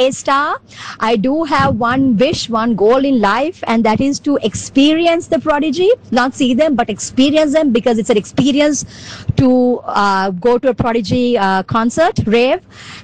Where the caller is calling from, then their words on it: Sri Lanka; I'm from Sri Lanka.